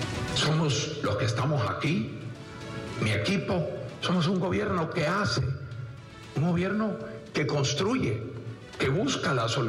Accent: Honduras; todos como hondureños, tenemos que poner nuestra parte.

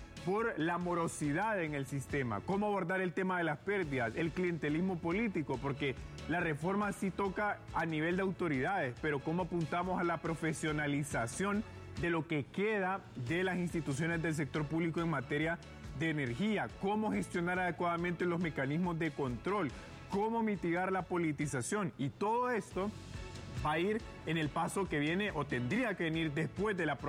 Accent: Honduras

